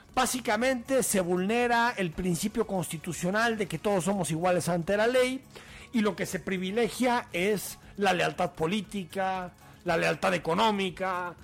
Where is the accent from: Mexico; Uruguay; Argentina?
Mexico